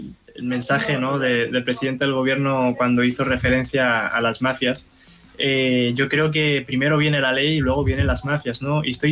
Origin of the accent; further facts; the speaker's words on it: Ceuta, Spain; aquí yo como ceutí hago ese análisis, ¿no?, porque yo también soy de Ceuta, yo también comparto el sentimiento y las emociones de muchos y muchas ceutíes, porque soy de esta tierra